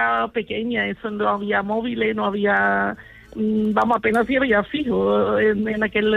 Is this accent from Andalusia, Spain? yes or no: yes; Andalusia, Spain; now in Seville, Spain; Desde mi pueblo, que está cerca.